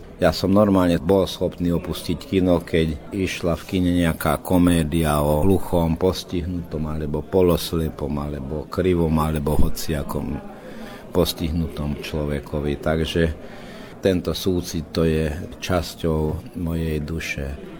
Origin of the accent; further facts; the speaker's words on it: Tótkomlós, Békés, Hungary; moved away; also born or lived in Bratislava; keď som povedal, že ja som Slovák z Maďarska